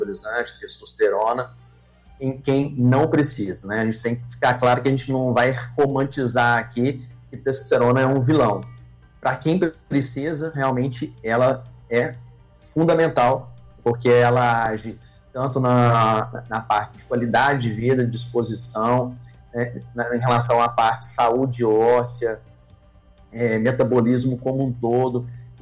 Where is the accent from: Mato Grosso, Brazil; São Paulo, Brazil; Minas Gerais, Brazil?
Minas Gerais, Brazil; Não é porque eu sou mineiro não